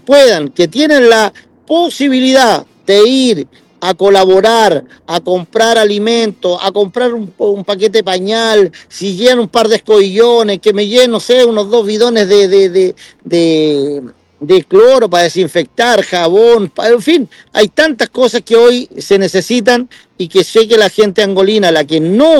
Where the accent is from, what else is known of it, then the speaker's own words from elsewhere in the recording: Chile; lo solidario que somos los chilenos.